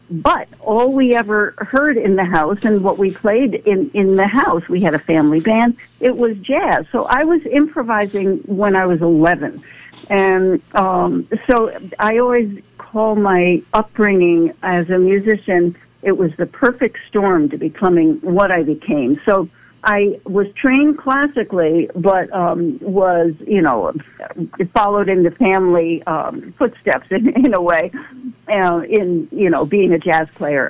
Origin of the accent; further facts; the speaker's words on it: Armonk, New York, United States; even though I was born in New York City, but we grew up in a town called Armonk, about 35 miles north of Manhattan.